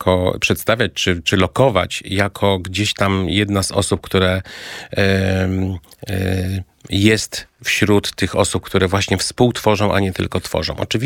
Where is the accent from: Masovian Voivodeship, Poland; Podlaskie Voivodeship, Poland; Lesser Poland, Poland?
Lesser Poland, Poland; Kraków; Hucialinem. Nowej nawet. Huty, tak.